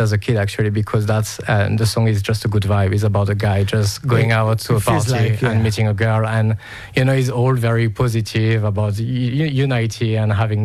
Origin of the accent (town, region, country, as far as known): France; now in United Kingdom